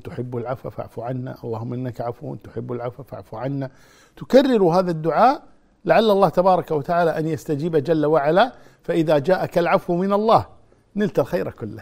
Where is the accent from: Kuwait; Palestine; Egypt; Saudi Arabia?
Kuwait